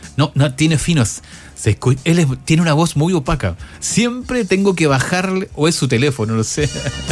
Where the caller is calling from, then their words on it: Viña del Mar, Valparaíso, Chile; de Viña del Mar.